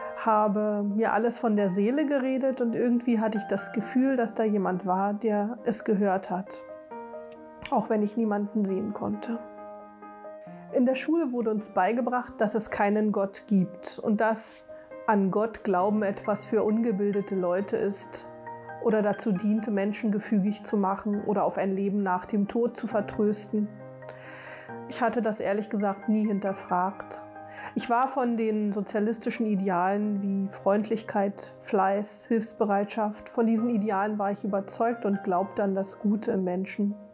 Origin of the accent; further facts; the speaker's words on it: East Germany, Germany; Ich wurde im Osten Deutschlands als Einzelkind geboren. Ich wuchs in der damaligen DDR auf, also in einem sozialistischen System.